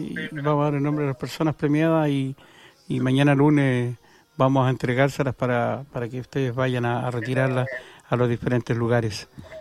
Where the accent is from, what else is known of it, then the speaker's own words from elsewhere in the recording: Pabellón, Chile; Sí, claro, soy de Pabellón. Allá, por mi tierra natal, Pabellón.